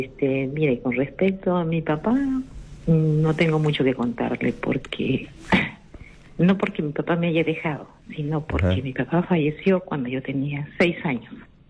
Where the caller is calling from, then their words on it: Chincha Alta, Ica, Peru; de Chincha.